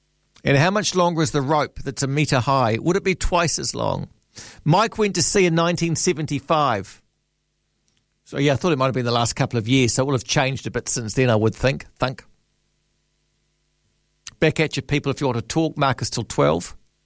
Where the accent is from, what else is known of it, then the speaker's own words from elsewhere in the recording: Port Chalmers, Otago, New Zealand; moved away as an adult; I'm from Port Chalmers and went away to sea as an 18-year-old and joined a cargo ship in Japan.